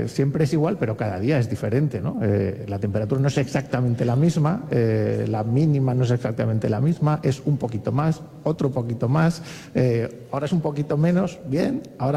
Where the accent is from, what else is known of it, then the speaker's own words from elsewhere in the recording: Barcelona, Catalonia, Spain; moved away as an adult; now in Extremadura, Spain; Yo no soy extremeño, vine aquí hace 20 años y me tuve que poner al día de la geografía.